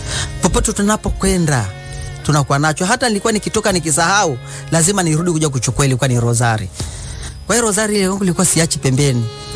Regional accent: Kilimanjaro, Tanzania; moved away; also born or lived in Monduli, Arusha; mimi kwa asili ni Mchaga wa Kibosho Umbwe. Kule kwetu cha gani ndio kwa imani ya Roman Catholic

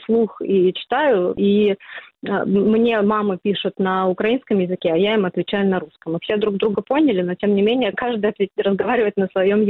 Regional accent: Russia; now in Estonia; И когда они узнавали, что мы из России, у нас там дети замыкались на какое-то время, им нужно было смириться, привыкнуть, что вот мы из России, но мы не те люди, которые их обижали

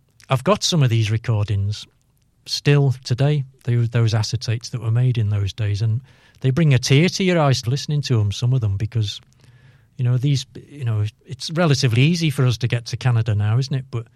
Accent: Liverpool, North West England, United Kingdom

